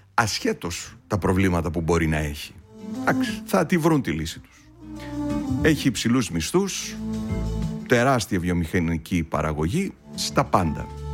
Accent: Greece

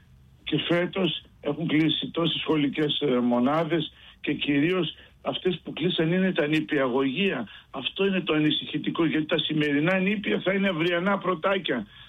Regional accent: Greece; εμείς οι Έλληνες

